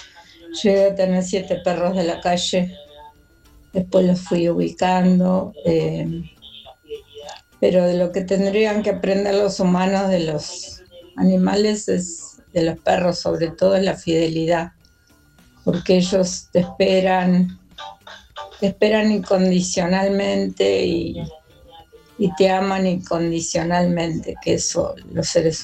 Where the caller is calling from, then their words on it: Muñiz, Buenos Aires Province, Argentina; de Muñiz.